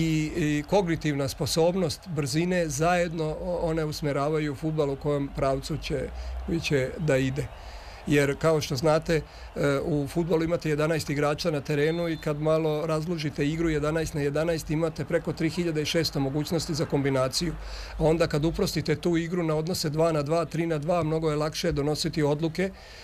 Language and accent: Serbian; Split-Dalmatia County, Croatia; Pa znate kako, ja dolazim s podneblja gde je ta kultura fudbala, ja sam Dalmatinac, moje vaspitanje je usmerio Hajduk iz Splita.